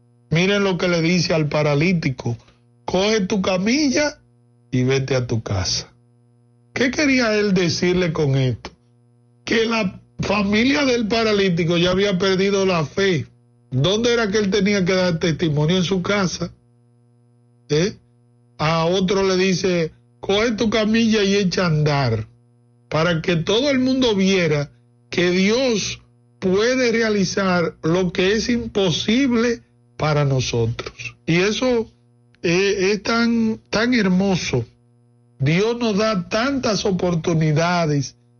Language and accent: Spanish; Tamboril, Santiago, Dominican Republic; Soy de allá de Tamboril. Específicamente yo soy de un campo de Carlos Díaz.